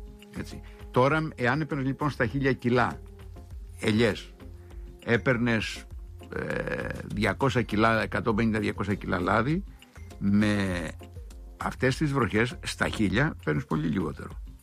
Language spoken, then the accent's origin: Greek; Crete, Greece; now in Attica, Greece; στο χωριό μου κάτω στο οροπέδιο Λασιθίου